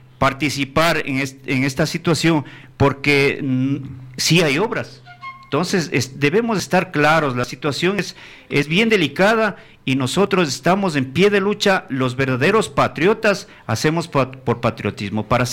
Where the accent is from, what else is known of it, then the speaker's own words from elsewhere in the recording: Penipe, Chimborazo, Ecuador; hoy me he puesto al frente de mi pueblo, de mi parroquia, para defender los recursos que nos corresponde por derecho y por ley.